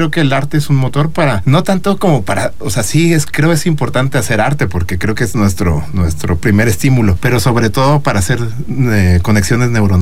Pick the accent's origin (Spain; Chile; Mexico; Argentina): Mexico; Mexico City; now in Querétaro, Mexico; yo soy de la Ciudad de México y pues ya tengo muchos años aquí en Querétaro. Tengo más años en Querétaro que en la Ciudad de México